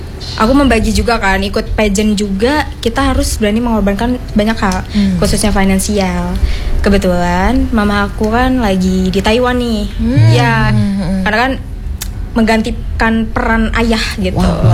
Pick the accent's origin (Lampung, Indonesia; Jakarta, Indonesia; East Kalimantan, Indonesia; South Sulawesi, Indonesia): Lampung, Indonesia; Kebetulan aku dari Lampung Tengah, aku ikut.